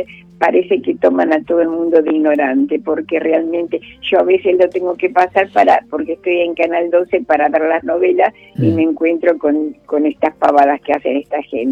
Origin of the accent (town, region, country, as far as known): Berazategui, Buenos Aires Province, Argentina